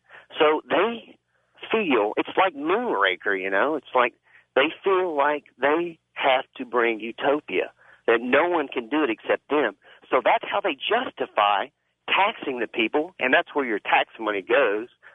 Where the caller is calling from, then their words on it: Shreveport, Louisiana, United States; 71 Kilo, Shreveport, Louisiana.